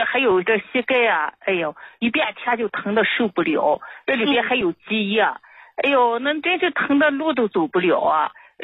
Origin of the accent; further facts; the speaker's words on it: Zibo, Shandong, China; 我家是山东淄博的，张老师。